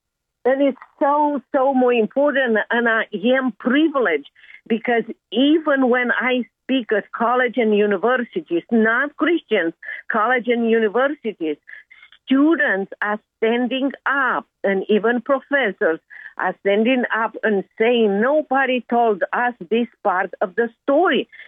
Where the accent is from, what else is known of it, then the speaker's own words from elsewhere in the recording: Romania; moved away as an adult; now in United States; I was a troublemaker in Romania.